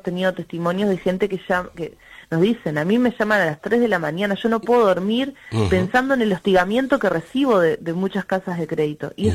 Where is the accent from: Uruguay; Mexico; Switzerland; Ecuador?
Uruguay; Fray Bentos, Río Negro; Yo soy de Fraventos, además, entonces también soy frontera con Argentina